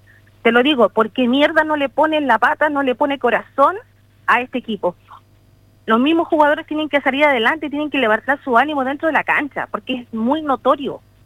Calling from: Iquique, Tarapacá, Chile; soy iquiqueña y es mi equipo.

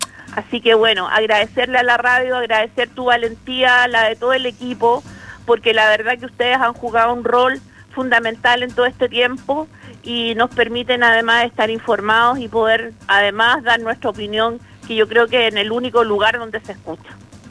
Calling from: Chile; todos somos chilenos, todos somos habitantes de este territorio

